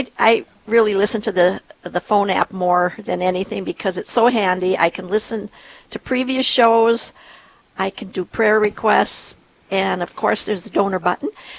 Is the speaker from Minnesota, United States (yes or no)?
yes; Duluth, Minnesota, United States; Duluth, Minnesota, my hometown